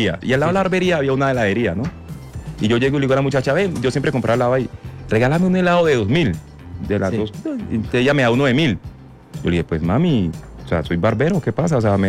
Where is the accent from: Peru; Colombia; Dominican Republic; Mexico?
Colombia; Antioquia; Porque uno dice, ah, yo soy de Urabá.